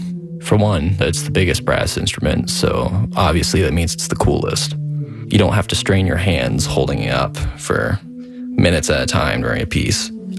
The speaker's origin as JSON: {"language": "English", "town": "Trenton", "region": "Maine", "country": "United States", "tie": "born or raised there", "said": "I'm 17 years old, and I play the tuba. Growing up in Maine, it's incredible. It's gorgeous there."}